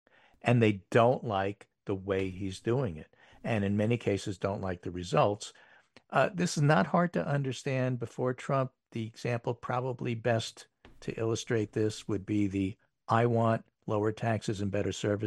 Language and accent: English; New York City, New York, United States; growing up in New York City.